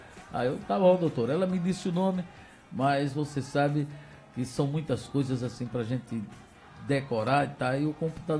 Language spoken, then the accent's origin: Portuguese; Aguiar, Paraíba, Brazil; Aguiar, é minha terra e terra do branco.